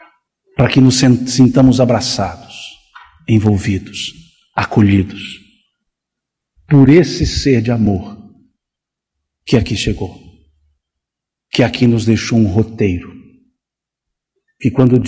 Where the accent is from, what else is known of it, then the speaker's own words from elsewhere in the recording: Minas Gerais, Brazil; e como mineiro que sou